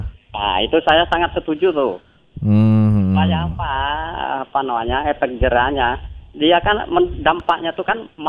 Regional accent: Bengkulu, Indonesia; accent: West Java; Iya, apa namanya logatnya aja Jawa Barat, lahirnya di Bengkulu.

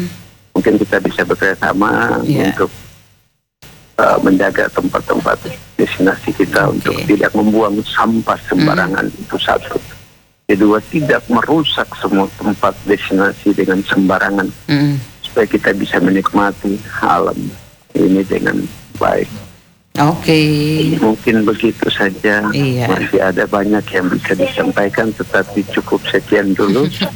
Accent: Jayapura, Papua, Indonesia; Saya bicara karena saya dari Jayapura, seperti Pantai Besti, Pantai Hamadi, dan beberapa tempat lain.

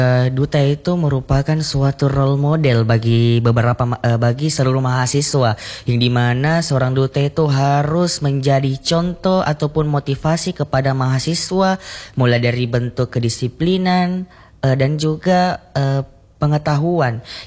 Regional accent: Southeast Sulawesi, Indonesia; moved away; sekolah saya di Sulawesi Tenggara

